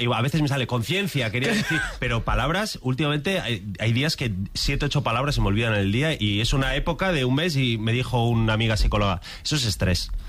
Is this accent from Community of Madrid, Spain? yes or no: no; León, Castile and León, Spain; mi padre es de un pueblo de León, mi madre madre es de Astorga, mi padre en un pueblo que se llama Hospital de Órbigo, y hemos vivido siempre en León, ¿no?